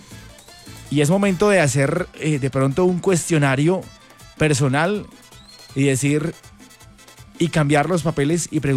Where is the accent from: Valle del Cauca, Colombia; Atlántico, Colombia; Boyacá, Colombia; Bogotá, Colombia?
Boyacá, Colombia; Duitama; como buenos boyacenses, como buenos duitamenses, como buenos colombianos